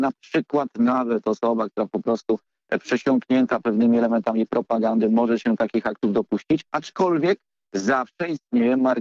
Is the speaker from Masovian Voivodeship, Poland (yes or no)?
yes; Warsaw, Masovian Voivodeship, Poland; Jestem warszawiakiem od pokoleń